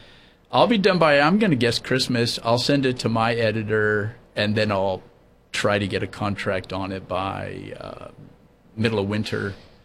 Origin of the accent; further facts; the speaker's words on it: Kansas, United States; I'm from Kansas. I was raised in Kansas, the heart of the Old West.